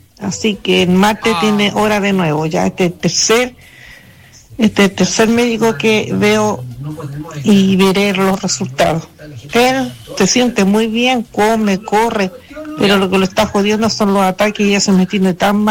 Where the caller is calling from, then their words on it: Valparaíso, Chile; Bueno, acá te mando un saludo de Valparaíso.